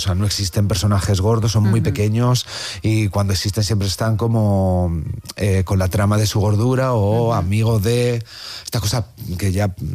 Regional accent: Valladolid, Castile and León, Spain; yo soy de Valladolid, tengo el Museo Nacional de Escultura en mi ciudad y es algo que está conmigo

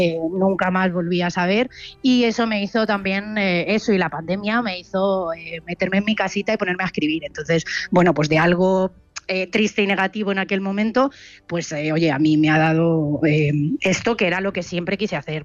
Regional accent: Puertollano, Castilla-La Mancha, Spain; que yo soy de Puerto Llano, pues también la tengo ahí pendiente

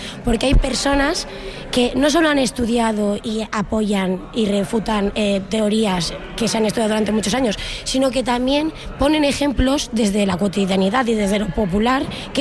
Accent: Canals, Valencian Community, Spain; soy de Canals, Valencia.

